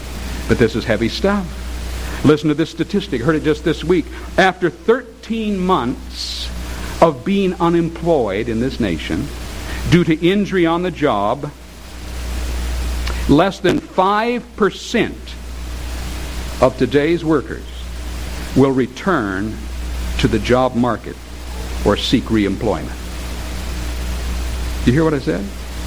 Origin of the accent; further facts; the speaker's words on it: United States; I'm an American. I live in America